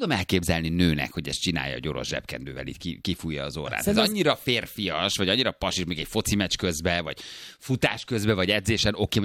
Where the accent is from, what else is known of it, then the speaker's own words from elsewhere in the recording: Nyíregyháza, Szabolcs-Szatmár-Bereg, Hungary; now in Budapest, Hungary; A köpés és a nyitott ajtónál pisilés egy nyíregyházi csajnak, érted?